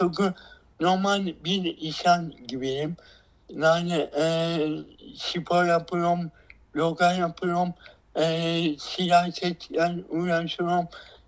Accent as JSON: {"language": "Turkish", "region": "Istanbul", "country": "Turkey", "tie": "born there", "said": "Ben 1977 İstanbul doğumluyum. İlkokul mezunuyum."}